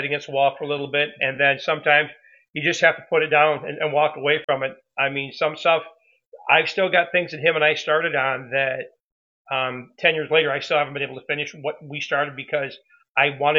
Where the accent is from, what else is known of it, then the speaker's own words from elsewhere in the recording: Marseilles, Illinois, United States; also born or lived in Arizona; Born and raised in Marseilles, Illinois. Been back and forth to like Arizona a few times, but there's no place like a home, they say, so I'm back in Marseilles, and I went to Marseilles High School.